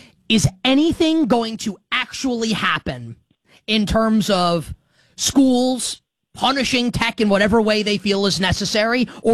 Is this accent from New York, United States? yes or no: yes; New York City, New York, United States; I'm a New Yorker. I'm from the Northeast.